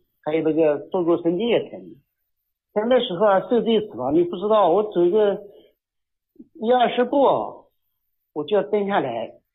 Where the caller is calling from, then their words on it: Nanjing, Jiangsu, China; 我是南京的